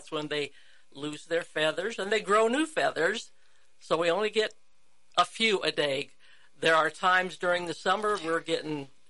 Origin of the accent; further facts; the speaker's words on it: Windsor, Colorado, United States; also born or lived in Iowa; my parents moved back to my dad's hometown of Windsor, Colorado. Oh. Go Wizards. So I grew up there